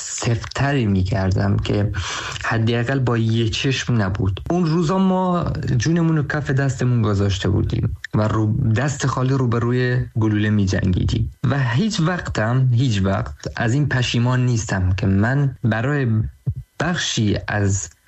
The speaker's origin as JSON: {"language": "Persian", "town": "Saqqez", "region": "Kurdistan", "country": "Iran", "tie": "born or raised there", "moved": "as an adult", "said": "برگردم شهر خودم سقز،"}